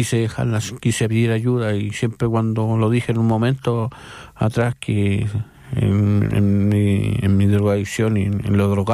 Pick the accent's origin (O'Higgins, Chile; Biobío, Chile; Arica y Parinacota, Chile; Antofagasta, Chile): Antofagasta, Chile; now in Calama, Chile; Pues yo soy de Antofagasta